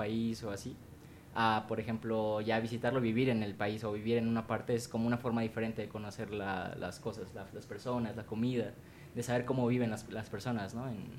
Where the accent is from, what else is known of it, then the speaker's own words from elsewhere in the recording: León, Guanajuato, Mexico; moved away as an adult; also born or lived in Querétaro, Mexico; now in Bogotá, Colombia; Vengo igual de la Universidad Autónoma de Querétaro. Realmente yo soy de otra ciudad muy cerquita de Querétaro, que se llama León, en el estado de Guanajuato.